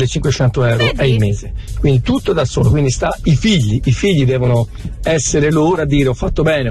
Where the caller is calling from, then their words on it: Lanciano, Abruzzo, Italy; da Lanciano.